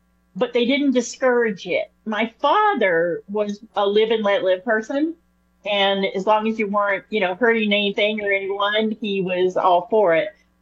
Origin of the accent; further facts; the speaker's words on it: New Orleans, Louisiana, United States; But I'm from New Orleans, so I feel like that kind of comes with the New Orleans territory.